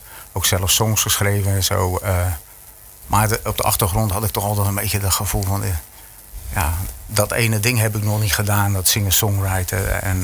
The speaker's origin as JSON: {"language": "Dutch", "town": "Alblasserdam", "region": "South Holland", "country": "Netherlands", "said": "ik kom uit Alblasserdam."}